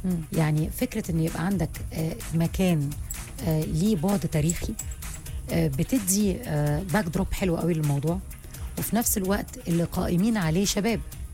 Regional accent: Egypt; بالهيريتج بتاعنا أو لجذورنا كمصريين.

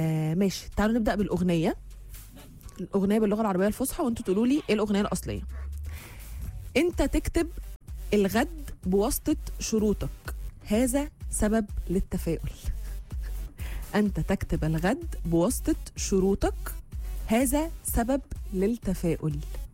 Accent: Egypt; احنا كمصريين

